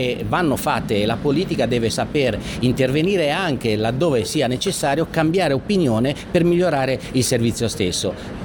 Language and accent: Italian; La Spezia, Liguria, Italy; Io sono di La Spezia